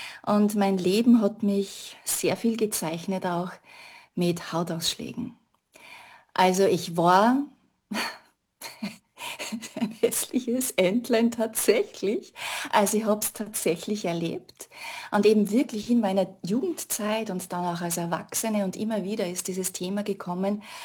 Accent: Lower Austria, Austria; moved away as an adult; also born or lived in Vienna; now in Salzburg, Austria; Ich lebe seit 26 Jahren in Salzburg, komme ursprünglich aus dem Mostviertel, also aus Niederösterreich, habe vor 26 Jahren die Wahlheimat Salzburg entdeckt und bin tatsächlich geblieben.

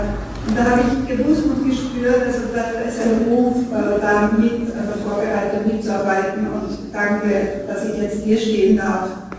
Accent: Spital am Pyhrn, Upper Austria, Austria; Also ich habe meine gesamte Kindheit und meine Jugend im Spital am Hürn verbracht.

